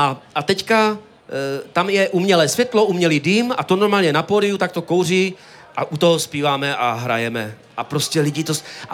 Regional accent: Ostrava, Moravian-Silesian Region, Czechia; Já dám písničku o Ostravě. To bych to tak završil, to bude možná hezké, když jsem Ostravák.

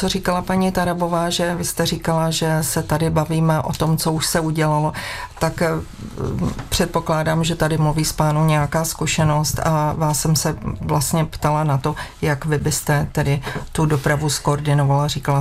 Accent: Liberec, Liberec Region, Czechia; já jsem Liberečák, tak mám pocit, že v Liberci to nefungovalo nikdy.

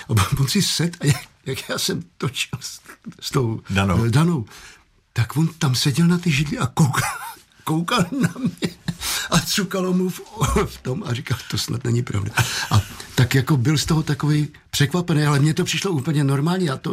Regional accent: Vrdy, Central Bohemian Region, Czechia; Moje rodná vesnice se jmenuje, prosím pěkně, Vrdy Bučice.

